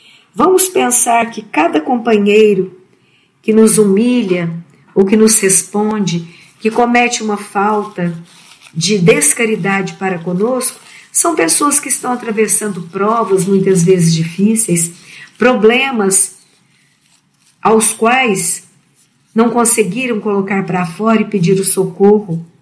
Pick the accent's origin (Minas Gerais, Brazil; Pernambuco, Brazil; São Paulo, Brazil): Minas Gerais, Brazil; Uberlândia; sou da cidade de Uberlândia e sou voluntária na Web Rádio Fraternidade